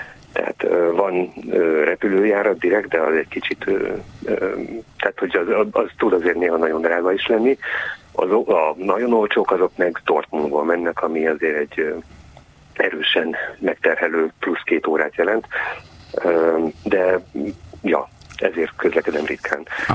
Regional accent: Hungary; now in Germany; én magyar vagyok

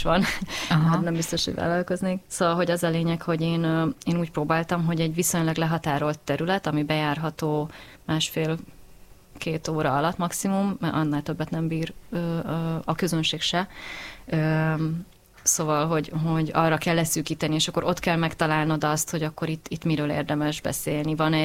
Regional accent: Budapest, Hungary; zuglói vagyok

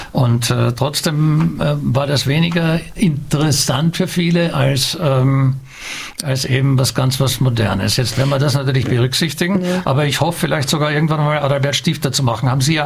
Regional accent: Graz, Styria, Austria; ich bin aus Graz ursprünglich und ich habe sehr früh begonnen mit meiner Großmutter nach Ungarn zu fahren

